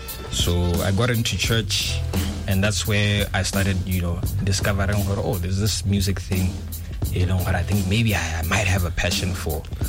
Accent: Maun, North-West District, Botswana; I'm from Maung. And I'm Herero by culture.

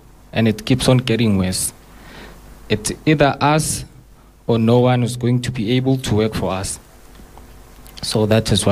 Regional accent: Durban, KwaZulu-Natal, South Africa; moved away as an adult; now in Johannesburg, South Africa; I grew up in KZN in Durban, and I started being a Johannesburg resident here in Region F in 2022.

